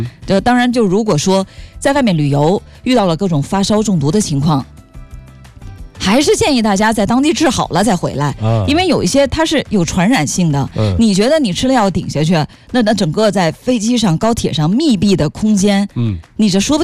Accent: Northeast China, China; moved away; 你像我以前小时候在东北吧

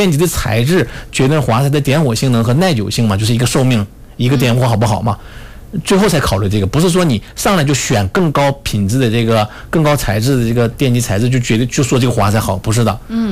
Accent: Northeast China, China; accent: Northeastern Mandarin; now in Fuzhou, China; 用我们东北话叫肉比较梗，

